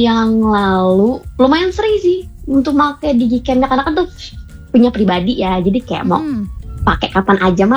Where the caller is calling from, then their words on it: Lampung, Indonesia; aku asli orang Lampung. Balang.